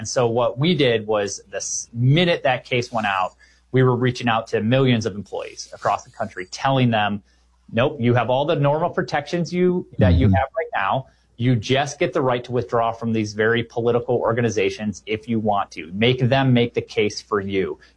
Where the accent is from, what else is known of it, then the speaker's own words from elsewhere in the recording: Illinois, United States; if you were from like my home state of Illinois, where my parents, you know, my dad was school teacher